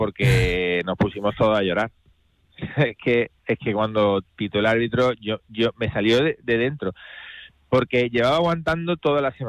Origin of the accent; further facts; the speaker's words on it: Córdoba, Andalusia, Spain; now in Seville, Spain; Me dice, ¿estás sevillanizado? No. Soy de Córdoba. Y entonces yo soy muy, muy, muy cordobés y lo llevo con orgullo y muy del Córdoba.